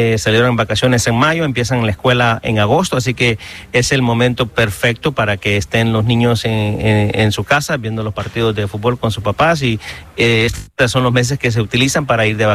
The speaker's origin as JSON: {"language": "Spanish", "country": "Honduras", "lives_now": "Chattanooga, United States", "said": "Yo soy catracho, 100%."}